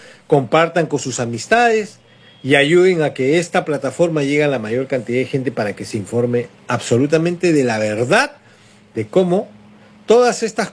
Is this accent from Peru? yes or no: yes; Peru